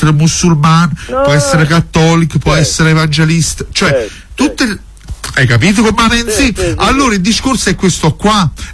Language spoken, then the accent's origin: Italian; Torre del Greco, Campania, Italy; born there; Io sono nato a Torre del Greco.